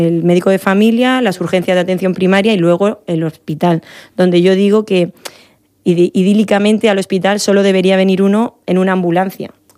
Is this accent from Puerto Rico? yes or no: no; Valencian Community, Spain; Soy de la Comunidad Valenciana y, vamos, muchísima gente viene del Pilar porque, claro, por zona geográfica es más sencillo ir a los arcos